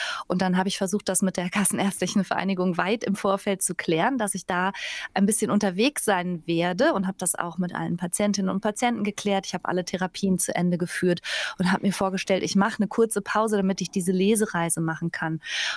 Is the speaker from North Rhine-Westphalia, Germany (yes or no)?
yes; Bergisch Gladbach, North Rhine-Westphalia, Germany; Ich bin aus Bergisch Gladbach bei Köln.